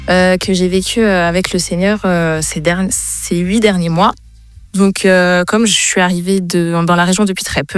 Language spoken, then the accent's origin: French; Île-de-France, France; Je viens de la région parisienne.